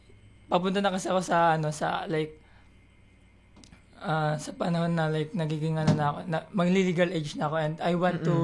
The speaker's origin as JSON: {"language": "Tagalog", "town": "Manila", "region": "Metro Manila", "country": "Philippines", "tie": "born or raised there", "said": "lumaki ako sa Manila"}